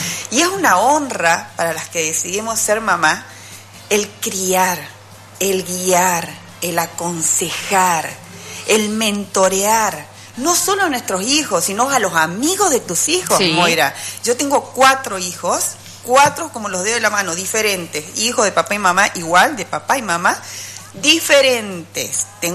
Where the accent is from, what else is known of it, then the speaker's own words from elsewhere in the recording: Salta, Argentina; accent: salteña; moved away as an adult; also born or lived in Córdoba, Argentina; now in Bolivia; Pero me crié en Salta, sí, por eso tengo tonada salteña. Estudié Ingeniería en Recursos y Naturales y Medio Ambiente en la Universidad Nacional, en Salta